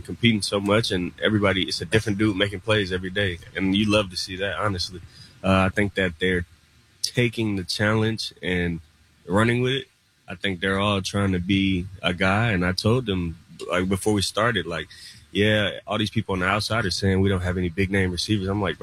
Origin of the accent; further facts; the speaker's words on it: Georgia, United States; born or raised there